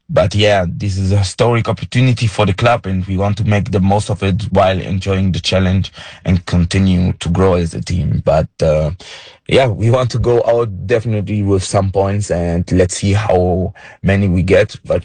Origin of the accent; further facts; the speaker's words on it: Germany; now in Baku, Azerbaijan; I was born and raised in Germany, but I'm very proud of my Rwandan roots and of the opportunity to represent Rwanda internationally.